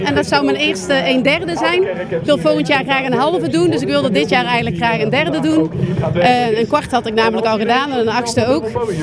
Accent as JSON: {"language": "Dutch", "town": "Rijsbergen", "region": "North Brabant", "country": "Netherlands", "said": "Uit Rijsbergen. Uit de buurt van Breda."}